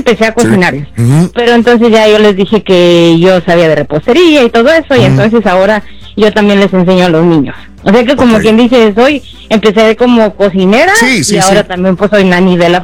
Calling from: Mexico City, Mexico; Yo de la Ciudad de México.

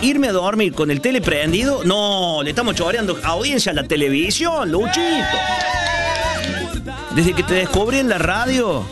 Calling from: Córdoba, Argentina; Hola Adrián … de Barrio Müller, acá estoy revocando y yo estoy haciendo un bolseado.

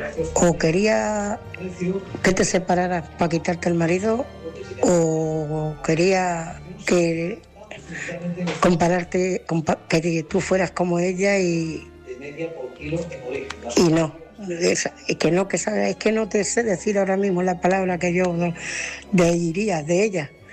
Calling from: Ciudad Real, Castilla-La Mancha, Spain; Buenas noches, Álvaro. Buenas noches, oyentes. … de Ciudad Real.

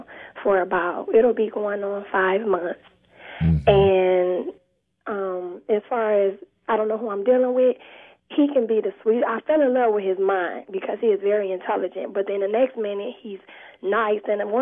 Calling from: Detroit, Michigan, United States; I'm calling from Detroit.

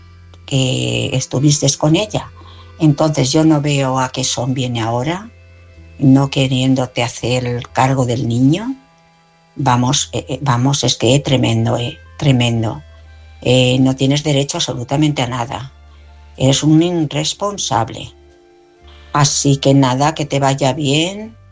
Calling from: Madrid, Community of Madrid, Spain; Hola, buenas noches. … de Madrid.

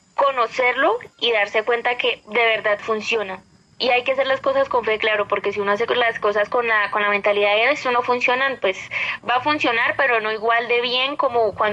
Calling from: Bogotá, Colombia; yo lo llamo acá desde Casablanca, en la localidad de Kennedy.

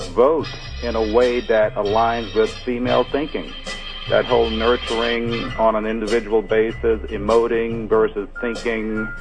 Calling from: Georgia, United States; I'm a black conservative here in Georgia, and I was raised Democrat.

